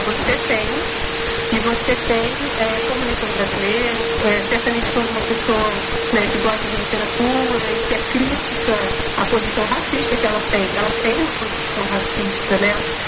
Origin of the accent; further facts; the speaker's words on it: Brazil; moved away as an adult; now in Portugal; E eu, como brasileira, em Portugal, experimentei um pouco que essa comunidade brasileira experimenta.